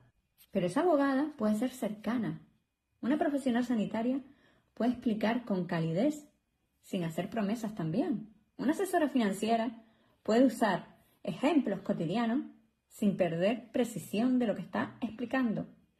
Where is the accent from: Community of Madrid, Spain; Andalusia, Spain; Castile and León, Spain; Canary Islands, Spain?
Canary Islands, Spain; accent: Canarian; Yo soy canaria y tengo mi acento propio